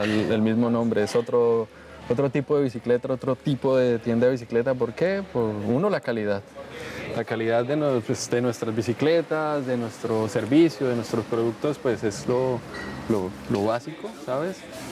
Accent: Colombia; Nosotros como colombianos siempre tenemos en miras Europa

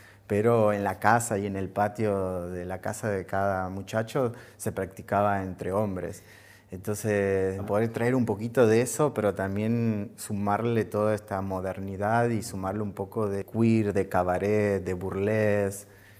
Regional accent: Santiago del Estero, Argentina; now in Erfurt, Germany; soy de Santiago del Estero, un pueblo en el norte de Argentina.

